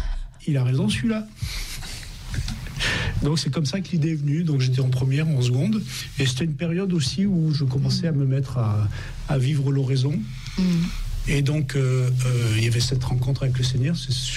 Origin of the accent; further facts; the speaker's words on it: Montpellier, Occitanie, France; born there; Je suis né à Montpellier, qui est la ville d'origine de la famille, mais j'y suis né pendant les vacances, et j'y ai en fait jamais habité, si ce n'est le service militaire, quoi.